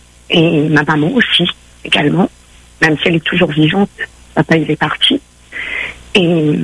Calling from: Nouvelle-Aquitaine, France; Oui, je vous appelle de la Charente-Maritime.

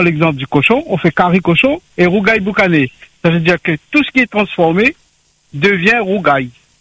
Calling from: Réunion

